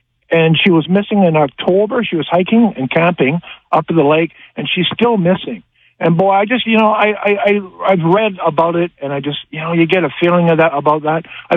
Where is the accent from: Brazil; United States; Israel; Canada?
Canada; British Columbia; Yeah. I'm in Alberta now, but I was born and raised in Vancouver Island.